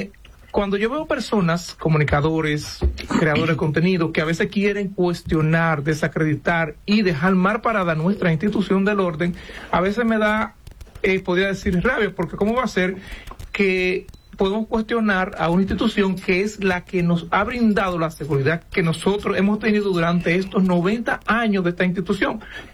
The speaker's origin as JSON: {"language": "Spanish", "country": "Dominican Republic", "said": "nosotros como dominicanos no podemos denigrar quien nos ha dado seguridad durante 90 años."}